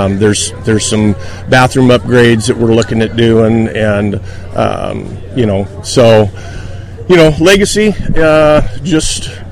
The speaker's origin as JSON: {"language": "English", "town": "Hermiston", "region": "Oregon", "country": "United States", "tie": "born or raised there", "also_born_or_lived": "Pendleton", "said": "grew up in this community. I'm from Hermiston"}